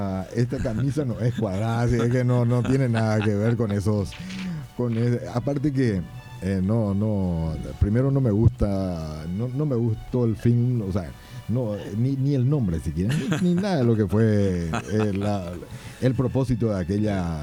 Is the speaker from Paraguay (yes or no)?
yes; Paraguay; yo soy bien paraguayo.